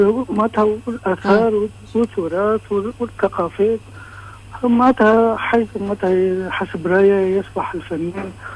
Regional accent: Tunisia

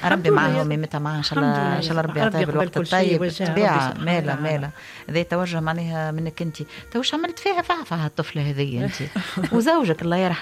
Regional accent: Sfax, Sfax Governorate, Tunisia; انا عشرة تربيت في صفاقس بلاد الفن والموسيقى

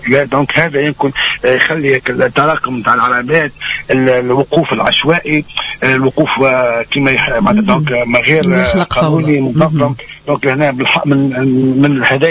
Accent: Tunisia

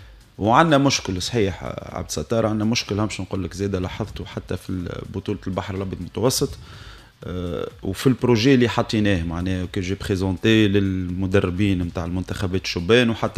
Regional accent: Tunisia; عندنا في تونس

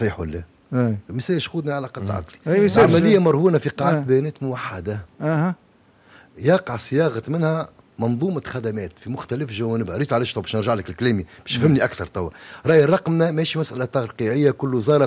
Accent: Tunisia; عندنا في تونس

